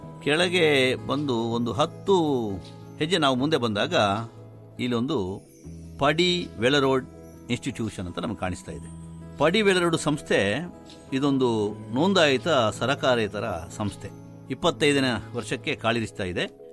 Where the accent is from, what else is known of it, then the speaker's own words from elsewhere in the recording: Mangalore, Karnataka, India; ಆದರೂ ಮಂಗಳೂರಿನ ಪೇಟೆಯ ಪರಿಚಯ ಪೂರ್ತಿ ಮಾಡಿಕೊಳ್ಳಲಿಕ್ಕೆ ಸಾಧ್ಯ ಆಗಲಿಲ್ಲ. ಅಷ್ಟು ವಿಸ್ತಾರವಾಗಿದೆ ನೋಡಿ ನಮ್ಮ ಊರು.